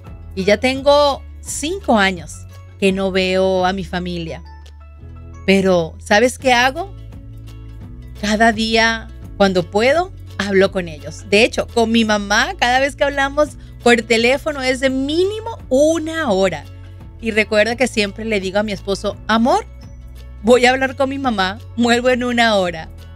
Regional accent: Venezuela; moved away; saben que soy venezolana y toda mi familia vive en Venezuela.

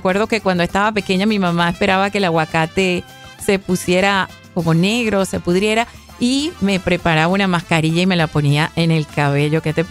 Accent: Venezuela; En mi país, Venezuela, nosotros comemos aguacate, le ponemos a la hamburguesa, al hot dog, en las ensaladas

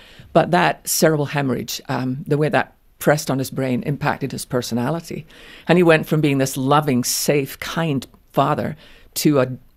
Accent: Scotland, United Kingdom; I'm Scottish and we use everything.

